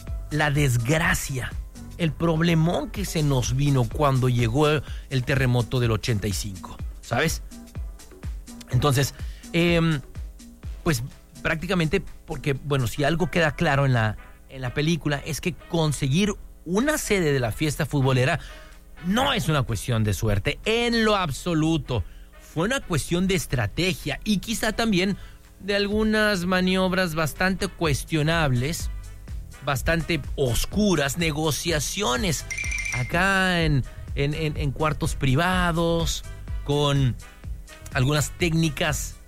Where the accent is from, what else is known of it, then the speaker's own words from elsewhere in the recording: Mexico; si de algo somos expertos los mexicanos, déjame decirte, es que nos podemos reír